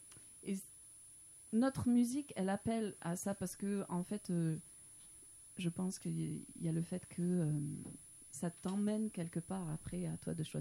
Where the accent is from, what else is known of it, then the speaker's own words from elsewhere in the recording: Occitanie, France; En fait, on est des Hautes-Pyrénées. Et du coup, quand on parle de grands espaces, moi, j'ai jamais vécu vraiment en ville et ça me va très très bien.